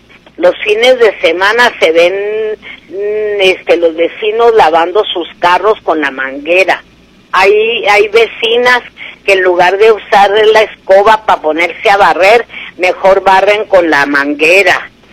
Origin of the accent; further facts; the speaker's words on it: Chihuahua, Mexico; moved away; yo nací en Chihuahua.